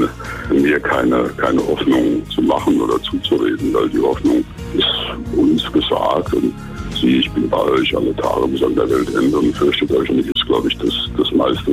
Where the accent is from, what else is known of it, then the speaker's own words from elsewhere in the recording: Thuringia, Germany; Ich bin in Thüringen aber groß geworden und habe eigentlich von Anfang an nichts anderes machen wollen.